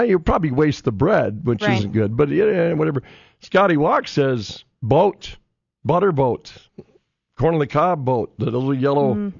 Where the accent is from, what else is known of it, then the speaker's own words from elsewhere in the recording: Williston, North Dakota, United States; Get lost in Grand Forks, and I get lost in my hometown of Williston, which I lived all my life.